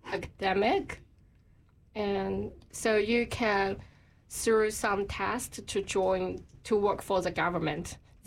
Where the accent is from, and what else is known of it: China; born or raised there; now in New Zealand